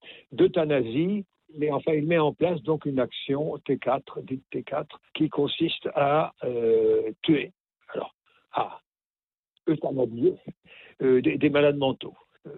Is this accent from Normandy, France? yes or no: yes; Normandy, France; C'est pas parce que je suis normand que je vous dis oui